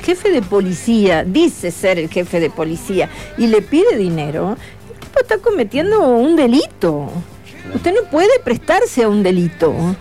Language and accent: Spanish; Florencio Sánchez, Colonia, Uruguay; born there; en el pueblito donde yo nací, Florencio Sánchez, en Cardona.